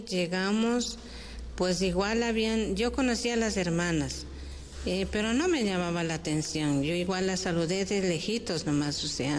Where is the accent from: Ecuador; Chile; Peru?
Ecuador; Píllaro, Tungurahua; moved away as an adult; Yo soy de la provincia del Tungurahua de Píllaro.